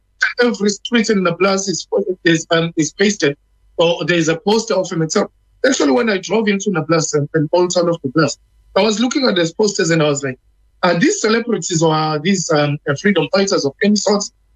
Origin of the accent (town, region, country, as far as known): KwaZulu-Natal, South Africa